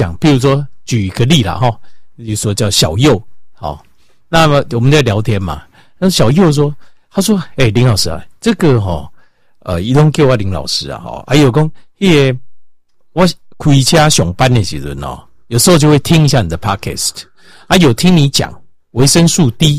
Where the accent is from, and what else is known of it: Taiwan